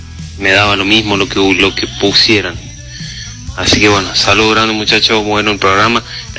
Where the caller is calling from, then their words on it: Misiones, Argentina; porque soy de Misiones